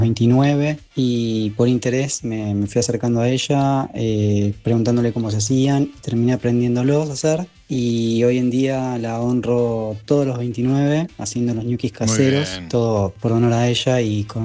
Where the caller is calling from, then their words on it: Argentina; de Flores.